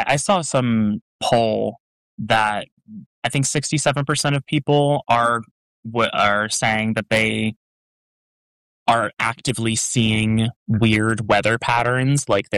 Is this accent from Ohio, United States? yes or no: no; Pennsylvania, United States; I'm from Pennsylvania and I'm from very close to Philadelphia